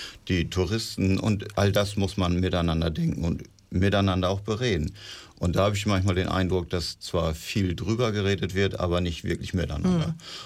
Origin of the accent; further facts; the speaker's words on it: Emden, Lower Saxony, Germany; now in Twixlum, Germany; Ich komme nicht aus einem der Dörfer, das heißt, ich habe kein Kirchturmdenken. Ich komme ja aus Emden.